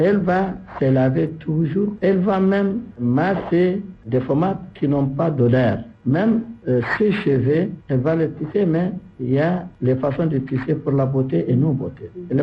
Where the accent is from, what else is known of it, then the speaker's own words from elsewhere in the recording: Chad; Chez nous, au Tchad, la femme, avant, elle prend des tissus blancs.